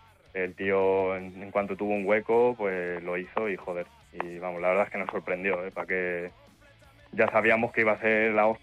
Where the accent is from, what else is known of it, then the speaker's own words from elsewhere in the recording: Villardompardo, Andalusia, Spain; Mi pueblo es Villardompardo